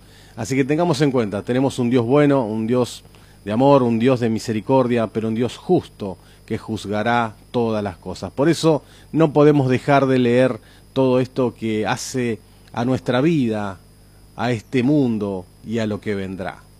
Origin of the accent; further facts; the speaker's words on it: Buenos Aires, Argentina; aquellos que somos de Coronel Rosales